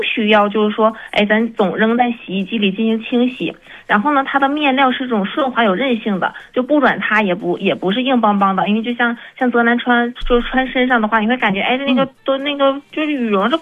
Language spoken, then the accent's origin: Chinese; Northeast China, China